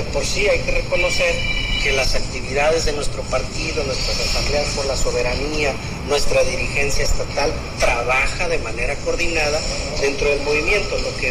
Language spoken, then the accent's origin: Spanish; Acapulco, Guerrero, Mexico; los que somos de Acapulco